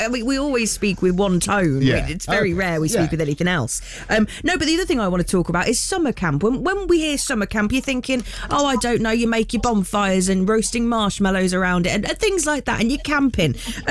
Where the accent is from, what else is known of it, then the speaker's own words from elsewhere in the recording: Dudley, West Midlands, United Kingdom; I think we'll get on just fine. I'm from Dudley, aye?